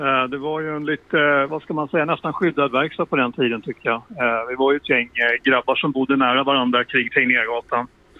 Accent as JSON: {"language": "Swedish", "town": "Stockholm", "region": "Stockholm County", "country": "Sweden", "tie": "born or raised there", "said": "jag tyckte det var väldigt trevligt att växa upp in i stan där."}